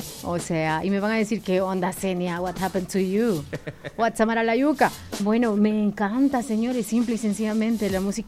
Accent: El Salvador; 6262, más 503, ok, porque somos de El Salvador, más 503, 6262-2721.

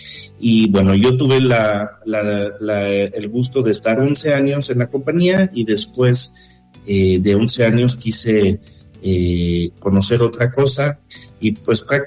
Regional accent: France; moved away as an adult; also born or lived in Italy; now in Mexico; tengo 20 años de tener el honor y el placer de vivir en México, pero yo soy franco-italiano, mamá italiana, papá francés, y llegué a México para terminar mis estudios. Como buen estudiante francés de intercambio

